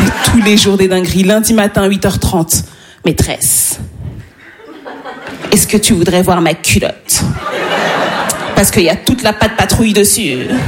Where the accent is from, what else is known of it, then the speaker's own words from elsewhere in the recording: Île-de-France, France; born there; C'est peut-être parce que je suis née dans le Val d'Oise.